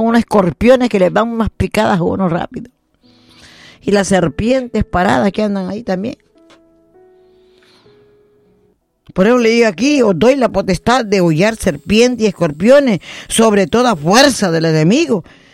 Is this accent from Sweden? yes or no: no; El Salvador; en mi país, El Salvador.